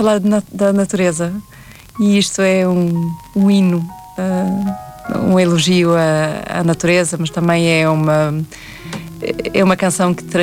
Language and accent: Portuguese; Sweden; Portuguese is a second language; now in Portugal; como boa sueca, sou uma apaixonada pela natureza.